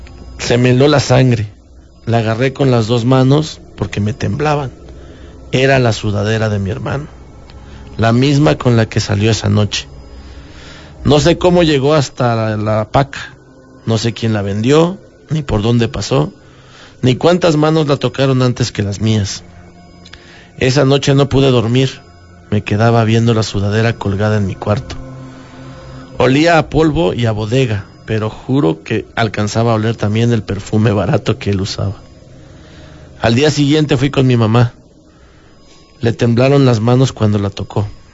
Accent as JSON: {"language": "Spanish", "town": "Matamoros", "region": "Tamaulipas", "country": "Mexico", "said": "soy de Matamoros, Tamaulipas, y desde los 18 me dedico a la venta de ropa de paca."}